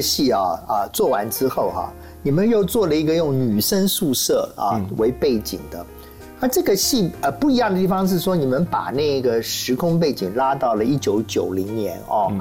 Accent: Taiwan; 可是香港跟澳门对我们台湾人来讲的话好像就不这么分得清楚他们的差异啊

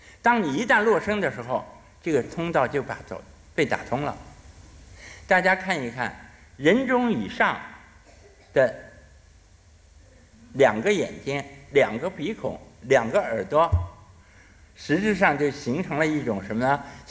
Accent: China

